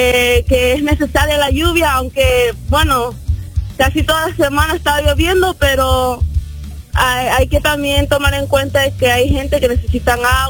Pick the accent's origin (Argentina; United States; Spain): United States; Miami, Florida; born there; Yo nací aquí en Estados Unidos, pero mis padres son de Venezuela y Costa Rica.